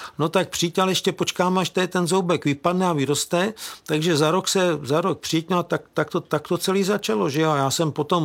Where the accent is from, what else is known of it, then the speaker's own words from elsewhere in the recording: Hořice, Hradec Králové Region, Czechia; No a v Hořicích pod Krkonoší, odkud pocházím, byl nějaký pan kapelník